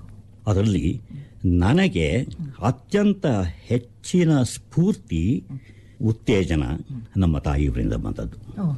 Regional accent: Mysore, Karnataka, India; ನಾನು ಮೈಸೂರಿನವನೇ, ಮೈಸೂರಿನಲ್ಲಿ ಹುಟ್ಟಿದವನು ಬೆಳೆದವನು.

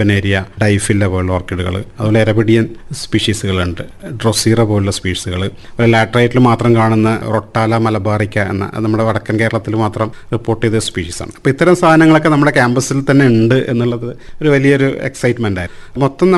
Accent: Pariyaram, Kerala, India; അപ്പോൾ ഞാൻ പരിയാരം സ്വദേശിയാണ്. അപ്പോൾ നമ്മൾ വൈകുന്നേരങ്ങളൊക്കെ പരിയാരത്ത് പണ്ടത്തെ TB സാനിറ്റോറിയം ഉള്ള സമയത്ത് വിശാലമായ കുന്നു

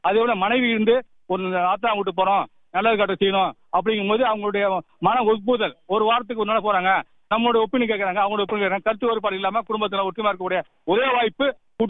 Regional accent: Therku Ayudhakalam, Tamil Nadu, India; என் சொந்த ஊர் தெற்கு ஆயுதகலம்.

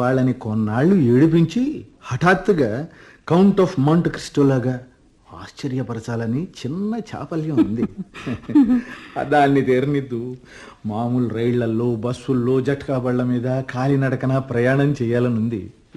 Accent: Andhra Pradesh, India; నేను కోనసీమలో పుట్టాను, 16 ఏళ్ళు అక్కడ పెరిగాను. ఇండస్ట్రియల్గా అది అన్ఎక్స్ప్లోర్డ్ ఏరియా.

